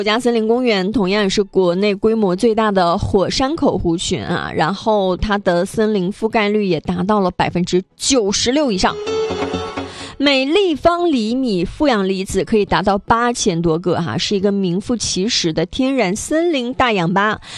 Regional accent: Jilin, China; 这个景区也是可能我们吉林人都比较熟知的吧

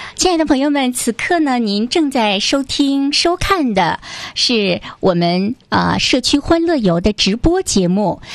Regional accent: Northeast China, China; 我们东北人

